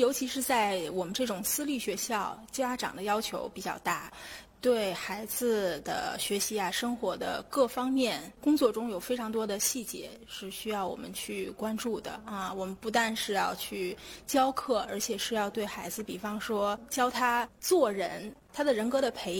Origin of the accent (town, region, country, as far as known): China